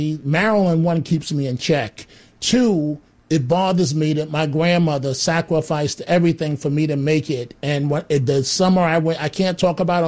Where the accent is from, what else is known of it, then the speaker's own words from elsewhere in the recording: New York City, New York, United States; growing up in the Bronx, right? No father, three black women.